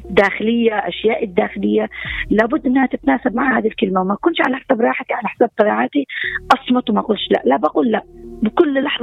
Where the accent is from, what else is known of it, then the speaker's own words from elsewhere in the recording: Yemen; فنحن كمجتمع يمني